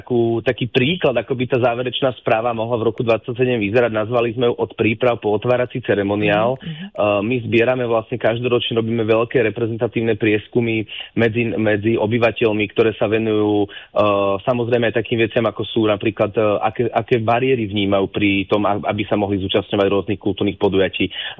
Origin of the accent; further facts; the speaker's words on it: Lednické Rovne, Trenčín Region, Slovakia; keďže pochádzam priamo z Lednických rovní